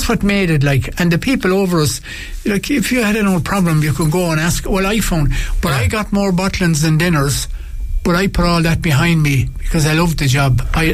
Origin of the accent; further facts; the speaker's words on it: Ireland; We are, because that's the way we were taught as Irish soldiers.